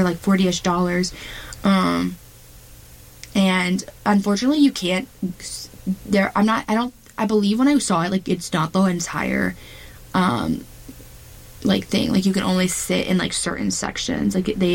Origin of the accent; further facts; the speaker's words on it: South Carolina, United States; I am from South Carolina